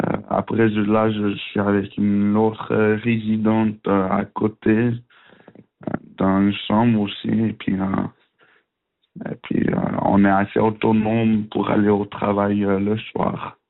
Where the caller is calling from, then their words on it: Vaud, Switzerland; À Cezeau, sur Lausanne.